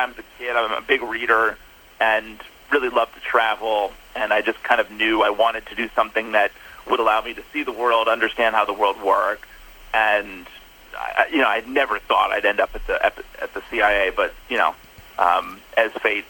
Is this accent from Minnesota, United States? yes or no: yes; Minneapolis, Minnesota, United States; also born or lived in Orlando; Well, so I was born in Minnesota. I was raised kind of between Minneapolis and did a stint in Orlando as well.